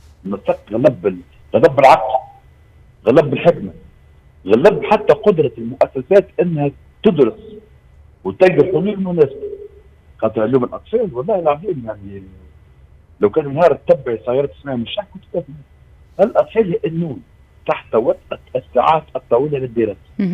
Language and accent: Arabic; Tunisia; كما نشوفوها نحن اليوم اللي عندنا في تونس